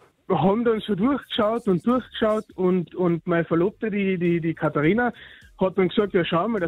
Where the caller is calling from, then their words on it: Klagenfurt, Carinthia, Austria; In Klagenfurt, ja genau, ja. Wir kommen aus Klagenfurt.